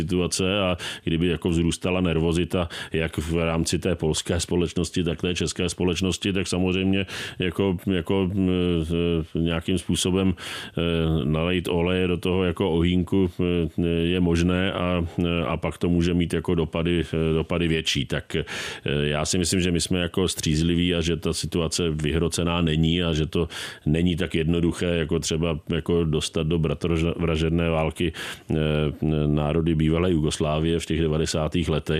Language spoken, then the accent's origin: Czech; Prague, Czechia; já jsem jako rodilý Pražák a jsem tady jako z Prahy